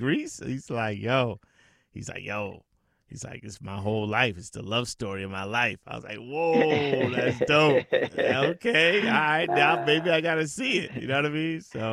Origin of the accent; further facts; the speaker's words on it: Massachusetts, United States; I grew up outside of Boston